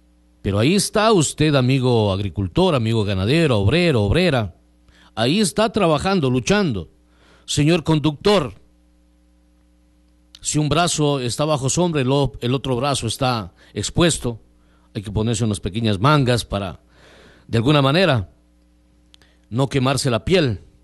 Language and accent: Spanish; Gonzanamá, Loja, Ecuador; now in Amazon region, Ecuador; al menos de donde vengo, en la provincia de Loja, el cantón Gonzanamá.